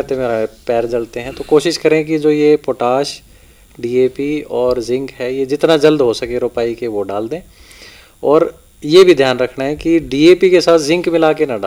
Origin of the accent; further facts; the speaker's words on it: Yamunanagar, Haryana, India; जैसे मैं जहाँ से आता हूँ हमारे यहाँ यमुनानगर में संकर किस्में ज़्यादा लगती हैं